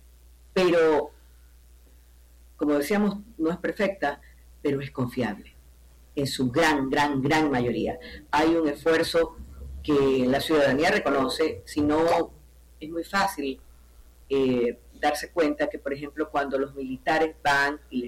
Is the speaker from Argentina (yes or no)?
no; Ecuador; nos hacen sentir orgullosos como ecuatorianos